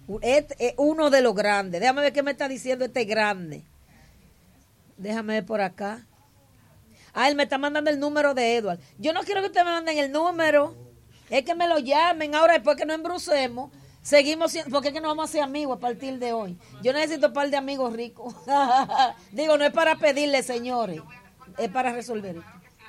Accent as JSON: {"language": "Spanish", "country": "Dominican Republic", "lives_now": "La Romana, Dominican Republic", "said": "como dominicana, mi senador. De La Romana, de RD, La Romana. Del municipio de La Romana, municipio cabecera."}